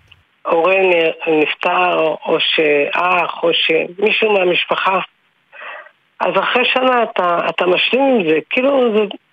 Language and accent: Hebrew; Jerusalem, Jerusalem District, Israel; moved away as an adult; now in Beit She'an, Israel; נשואה למאיר, גרים בבית שאן. בילדותי גדלתי בירושלים, אני נשאתי למאיר, עברנו לגור בבית שאן.